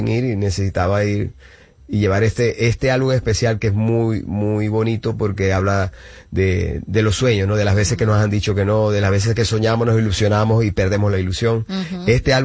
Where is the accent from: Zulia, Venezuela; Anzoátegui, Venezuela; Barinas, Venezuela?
Zulia, Venezuela; Maracaibo; moved away; voy a ir a mi tierra natal, Maracaibo